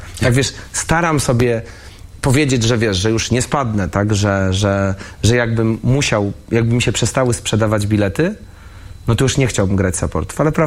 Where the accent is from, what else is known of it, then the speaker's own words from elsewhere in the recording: Warsaw, Masovian Voivodeship, Poland; ja jestem chłopakiem z Bielokowiska, tak jak … jestem z Bielan tylko.